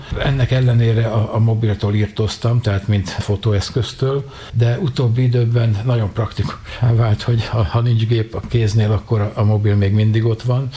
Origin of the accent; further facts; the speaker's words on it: Pilisszentkereszt, Pest, Hungary; born there; Az én gyökereim pedig a Pilisben vannak, tehát hogy a Piliszentkereszti születésű vagyok